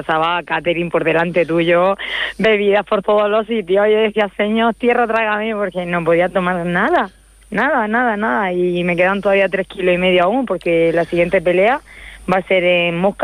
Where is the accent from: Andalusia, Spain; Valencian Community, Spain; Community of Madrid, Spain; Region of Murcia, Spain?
Region of Murcia, Spain; pero aquí somos murcianos y españoles.